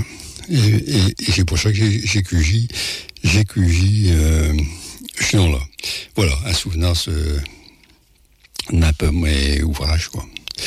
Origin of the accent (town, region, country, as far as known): Paris, Île-de-France, France